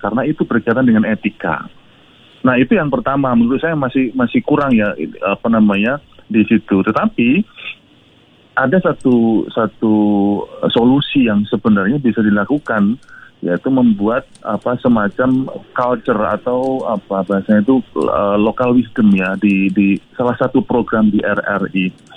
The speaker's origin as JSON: {"language": "Indonesian", "town": "Yogyakarta", "region": "Special Region of Yogyakarta", "country": "Indonesia"}